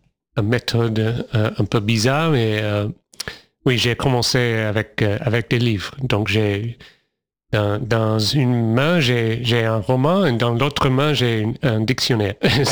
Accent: Australia; born there; French is a second language; Je suis né en Australie, mais j'ai un père français et j'ai une mère australienne. Donc c'est pour ça en fait. Je n'ai jamais parlé français comme enfant

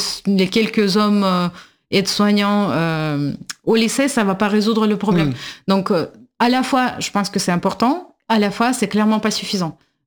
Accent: Russia; je suis pas géorgienne, mais je suis russe

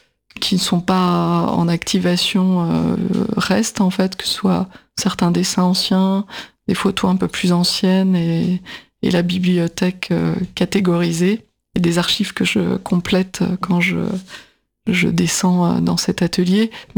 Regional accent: Paris, Île-de-France, France; j'étais parisienne, qui arrivait en région

